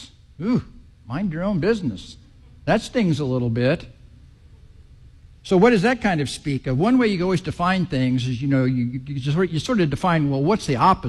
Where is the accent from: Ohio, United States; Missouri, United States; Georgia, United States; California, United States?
Missouri, United States; Kansas City; I grew up in Kansas City. Well, to the extent that I grew up, it was in Kansas City.